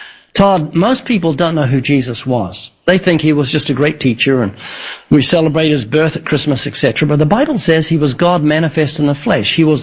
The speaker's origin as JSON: {"language": "English", "country": "New Zealand", "tie": "born there", "accent": "slight New Zealand", "moved": "yes", "said": "how I was born twice in New Zealand. I've got a slight New Zealand accent, you'll notice."}